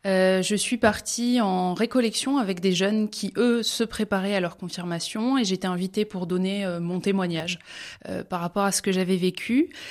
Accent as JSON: {"language": "French", "region": "Grand Est", "country": "France", "tie": "born or raised there", "said": "je suis originaire de Moselle, de Quédange-sur-Canère, plus exactement. Je viens d'une famille qui est croyante, pratiquante."}